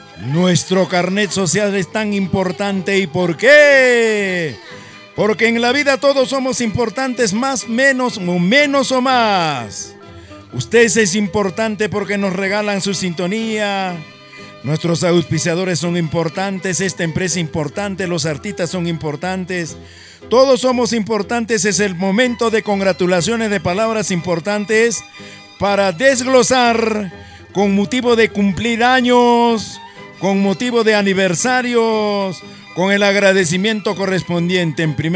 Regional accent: Ancash, Peru

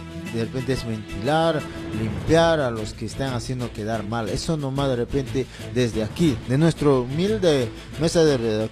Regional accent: Peru; mi pueblo, donde me vio crecer, el centro poblado Unión Autico.

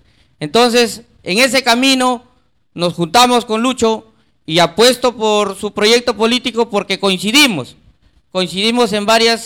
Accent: Peru; he trabajado en varias empresas importantes dentro de nuestro Perú

